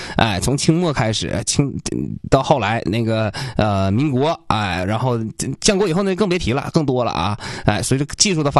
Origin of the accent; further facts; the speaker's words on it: Liaoyuan, Jilin, China; 辽源人啊，作为辽源人，希望我的家乡越来越好